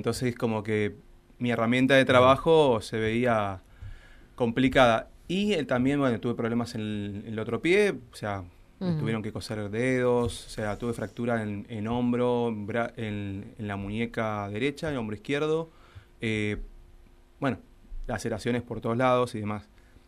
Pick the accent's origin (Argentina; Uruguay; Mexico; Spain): Argentina; estamos remando, como todo argentino en este momento